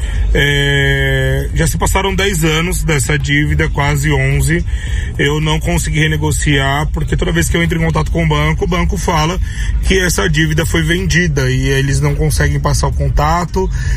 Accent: Poá, São Paulo, Brazil; eu sou de Poá.

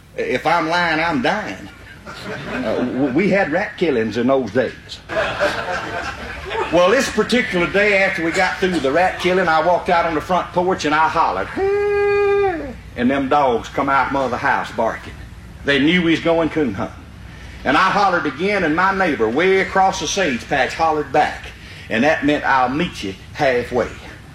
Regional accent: Liberty, Mississippi, United States; I come from Route 4, Liberty, Mississippi. Now, that's 12 miles west of Macomb, Mississippi, 65 miles due northeast of Baton Rouge, Louisiana, and 116 miles due north

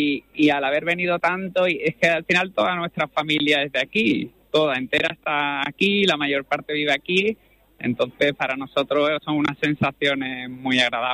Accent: San Fernando, Andalusia, Spain; born there; Yo ya nací en San Fernando, en Cádiz. Y mis padres son jarotes los dos.

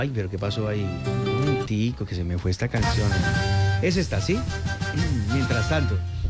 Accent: Tolima, Colombia; somos del Tolima. Y así como nosotros somos tolimenses y nos sentimos obviamente quindianos

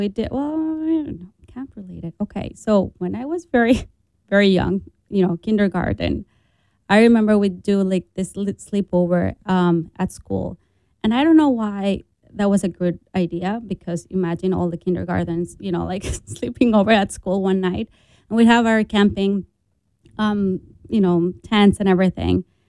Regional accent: Monterrey, Nuevo León, Mexico; it's funny how my hometown becomes our family destination now, because we go there to visit my parents and my family back in Monterrey. So that's our go-to vacation, going to Monterrey. It's a beautiful city with mountains, and it's the third largest city in Mexico.

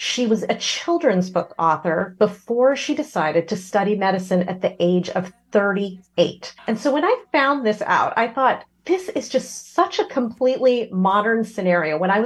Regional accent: California, United States; And so I grew up in California, and to be in a city as historic as Philly

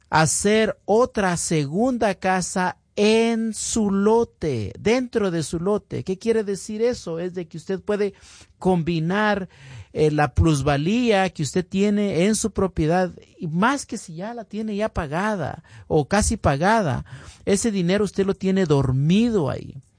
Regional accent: Guatemala; born there; moved away; yo me acuerdo haber visto de niño allá en Guatemala.

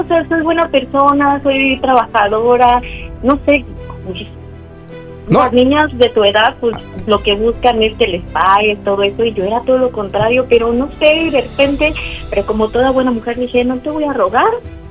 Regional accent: Cuautla, Morelos, Mexico; Tengo 34 años y soy de Cuautla, Morelos.

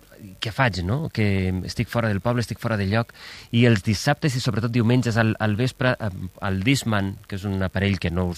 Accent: Valencia, Valencian Community, Spain; moved away as an adult; now in Barcelona, Spain

